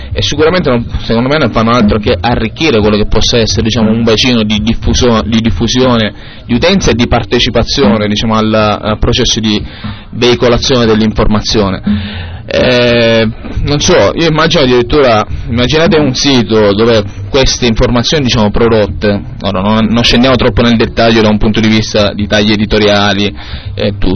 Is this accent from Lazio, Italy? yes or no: no; Catania, Sicily, Italy; parlo per Catania perché sono di Catania